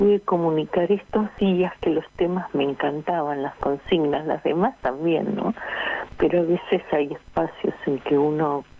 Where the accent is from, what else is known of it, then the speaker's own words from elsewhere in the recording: Mar del Plata, Buenos Aires Province, Argentina; el recuerdo es la infancia en Mar del Plata.